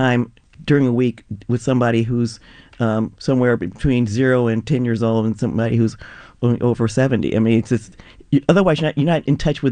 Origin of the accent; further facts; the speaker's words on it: San Francisco, California, United States; also born or lived in Oakland; I grew up in San Francisco, but I lived in Oakland while I was a grad student, and my grandmother lived there when I was a child.